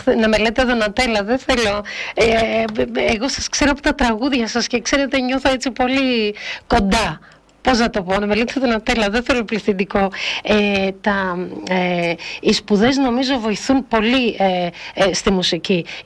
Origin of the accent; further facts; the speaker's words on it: Düsseldorf, North Rhine-Westphalia, Germany; also born or lived in Corfu / Thesprotia; now in Distomo, Greece; Εγώ γεννήθηκα, μεγάλωσα στο Ντίσελντορφ.